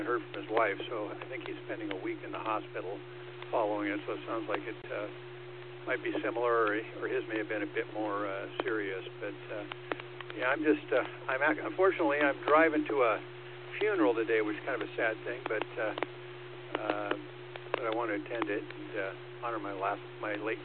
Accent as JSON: {"language": "English", "town": "Seattle", "region": "Washington", "country": "United States", "tie": "born or raised there", "moved": "yes", "lives_now": "Huntington Beach, United States", "said": "I've got a friend I grew up with in the Seattle area."}